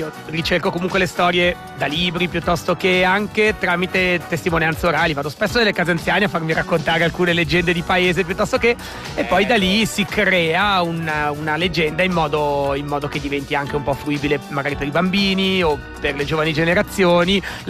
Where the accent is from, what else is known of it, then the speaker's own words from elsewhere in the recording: Ticino, Switzerland; Ma io vengo dalla Valle Maggia, quindi alle 6 ero già in piedi.